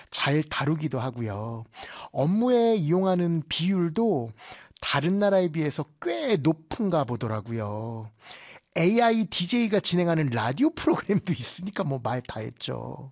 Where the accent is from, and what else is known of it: South Korea